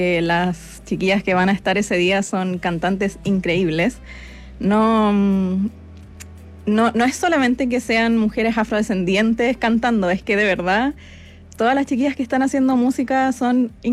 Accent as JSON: {"language": "Spanish", "country": "Chile", "said": "Claro, y yo soy súper chilena para hablar."}